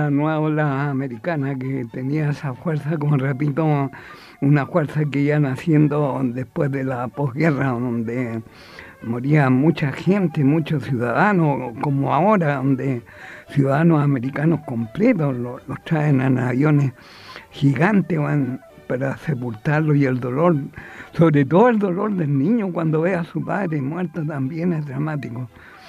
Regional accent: Chile; born there

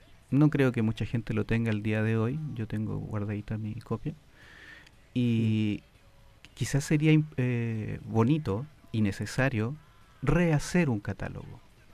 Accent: Santiago, Santiago Metropolitan Region, Chile; moved away as an adult; now in San Miguel, Chile; Yo nací en San Joaquín, ahora hace 4 años que vivo en San Miguel.

